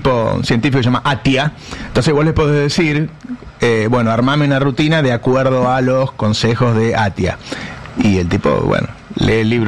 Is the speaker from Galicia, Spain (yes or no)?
yes; Galicia, Spain; Yo soy gallego, ¿sabes?